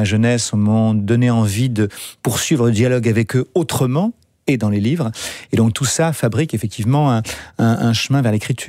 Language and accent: French; France; J'ai 11 ans quand … meurt. Et tout d'un coup, tout s'est arrêté chez nous en France.